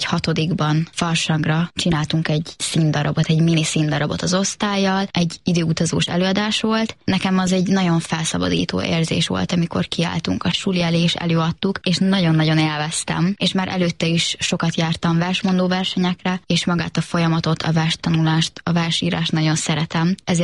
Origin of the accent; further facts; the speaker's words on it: Hungary; itt születtem, itt nőttem fel, itt élünk most is